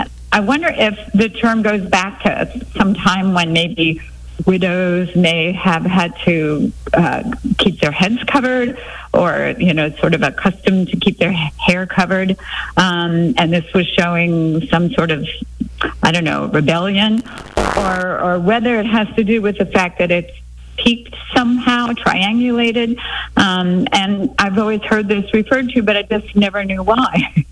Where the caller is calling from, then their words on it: Kilmarnock, Virginia, United States; I'm calling from Kilmarnock, Virginia.